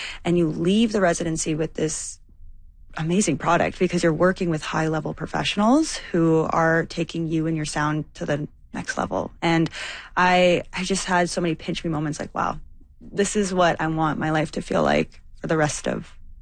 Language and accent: English; Thunder Bay, Ontario, Canada; I came from Thunder Bay, which is technically a city, but this is where the music industry operates.